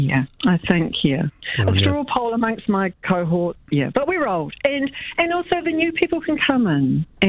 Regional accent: Hawke's Bay, New Zealand; Complex. We are complex from Hawke's Bay because, and also, you know, like Hawke's Bay is, I think it's an affectation to say the Hawke's Bay.

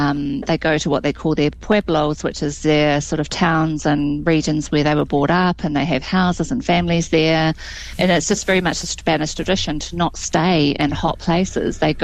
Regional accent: Kapiti, Wellington, New Zealand; now in Spain; So originally I was born and raised in Kapiti. So my life was basically in Raumati South, and that was where I went to school.

